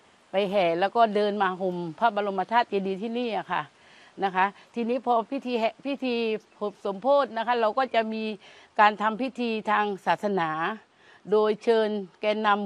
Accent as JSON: {"language": "Thai", "region": "Pattani", "country": "Thailand", "tie": "born or raised there", "moved": "as an adult", "said": "ดั้งเดิมตัวเองเป็นคนปัตตานีนะคะเป็นพื้นเพคนปัตตานีดั้งเดิมแล้วก็นับถือศาสนาอิสลามนะคะในปี2555ก็คือได้มาสอบบรรจุแล้วก็ได้ที่นี่มาบรรจุข้าราชการที่นี่นะคะ"}